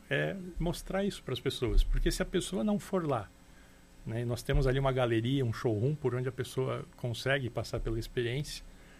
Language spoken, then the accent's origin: Portuguese; São Paulo, Brazil; eu sou de São Paulo, eu vim para cá em 2002, e eu morava num apartamento.